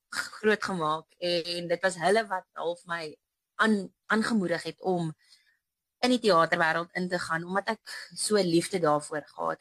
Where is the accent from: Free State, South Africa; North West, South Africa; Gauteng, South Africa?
Gauteng, South Africa; Muldersdrift; also born or lived in Krugersdorp; voor dit het ek maar op 'n plot in Mildersdrif groot geword. Ek was maar 'n plotkind, kaalvoet in die bos rondgehol.